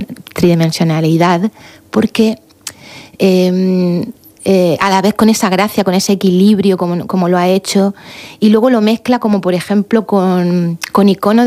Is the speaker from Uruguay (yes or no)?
no; El Palmar, Region of Murcia, Spain; Murcia siempre me ha acogido muy bien en mi tierra, yo soy del Palmar y pues es bonito, ¿no?, regresar después han sido casi 20 años